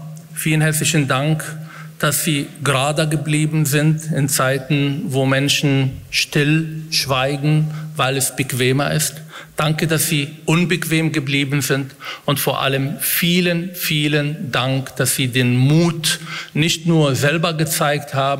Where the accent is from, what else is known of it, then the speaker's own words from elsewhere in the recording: Israel; now in Germany; als Israeli, als Betroffener, als jemand, der aus diesem Land stammt, als Palästinenser, als Moslem, als jemand, der in dieser Gesellschaft seine Heimat gefunden hat